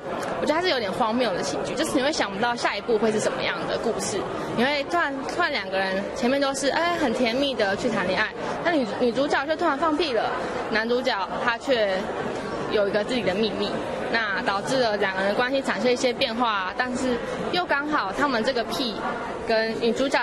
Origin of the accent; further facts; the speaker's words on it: Malaysia; 因为我本身是马来西亚人，